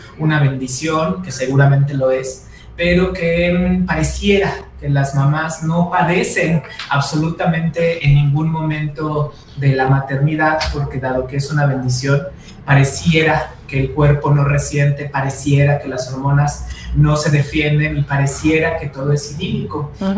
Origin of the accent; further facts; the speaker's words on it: Mexico; si bien sí en nuestra concepción como mexicanos y mexicanas existe una madre.